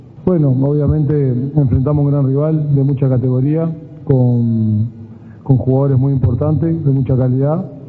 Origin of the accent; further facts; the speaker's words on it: Uruguay; somos uruguayos